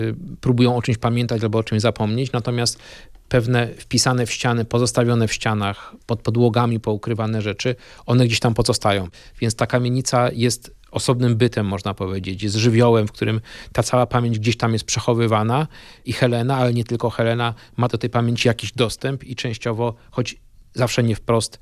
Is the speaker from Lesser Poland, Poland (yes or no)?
yes; Kraków, Lesser Poland, Poland; Tak, ja wychowałem się na osiedlu Prokocimnowy. Ono jest na krańcach Krakowa, gierkowskie osiedle z wielkiej płyty w pobliżu Wieliczki już. Kiedyś to były granice Krakowa.